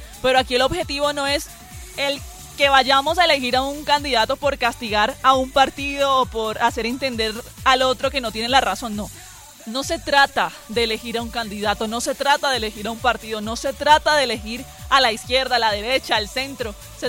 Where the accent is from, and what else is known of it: Colombia